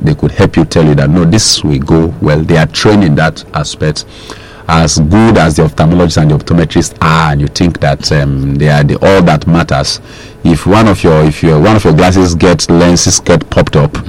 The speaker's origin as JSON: {"language": "English", "country": "Nigeria"}